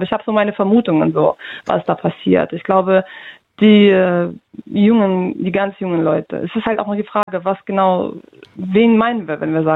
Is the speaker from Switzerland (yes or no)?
no; Russia; now in Germany; wenn ich sage, ja, ich komme aus Russland, das ist denen egal, woher ich komme.